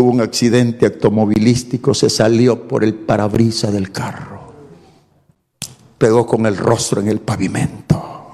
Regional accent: El Salvador; Yo soy genuinamente salvadoreño.

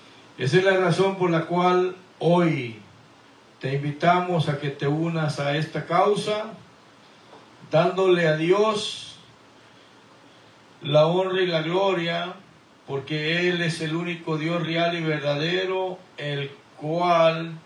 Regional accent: Guatemala; moved away as an adult; now in Houston, United States; Y habito y vivo aquí en Houston, Texas, por ya pasadito de 30 años, pero recuerde, no podemos olvidar nuestras raíces, de dónde venimos y cuál es nuestra tierra donde nacimos y crecimos.

